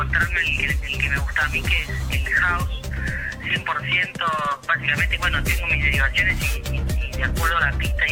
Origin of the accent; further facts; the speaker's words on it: Santa Fe, Argentina; cuando fui creciendo y me pude, yo soy de Santa Fe, y cuando me pude conectar un poco con la música electrónica